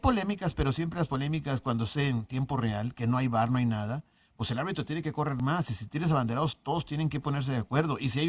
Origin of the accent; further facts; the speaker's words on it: Mexico; nos han denigrado a nosotros como mexicanos